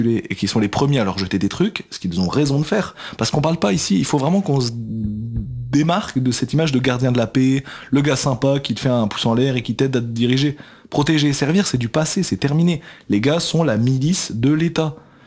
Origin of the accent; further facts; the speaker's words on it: Belgium; now in Paris, France; moi, je suis pas français à la base, je viens de Belgique. Et je suis arrivé à Paris